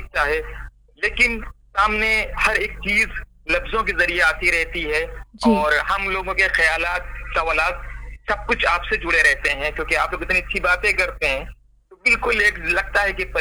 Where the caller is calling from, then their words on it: Lucknow, Uttar Pradesh, India; मैं लखनऊ से हूँ